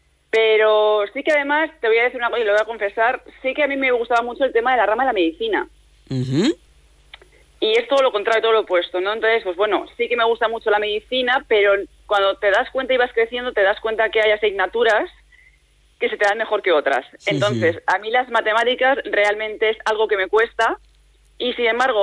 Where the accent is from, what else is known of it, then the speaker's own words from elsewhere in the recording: La Rioja, Spain; born there; aunque soy riojana de nacimiento y mi tierra la llevo en el corazón siempre